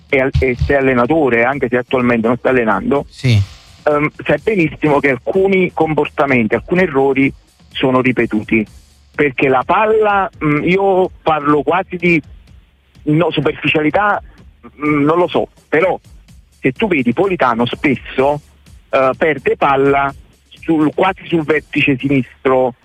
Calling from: Torre Annunziata, Campania, Italy; io sono di Torre Annunziata, quindi dovevo arrivare, è diventato un viaggio, poi uno diventa tutto, e sono vecchiotto, sono 69.

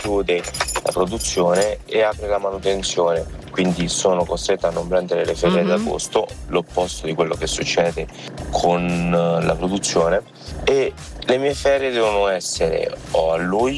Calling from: Frosinone, Lazio, Italy; Buongiorno … da Frosinone

